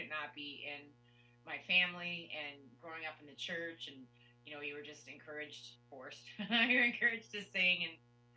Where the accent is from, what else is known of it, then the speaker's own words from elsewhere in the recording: Minneapolis, Minnesota, United States; Growing up in Minneapolis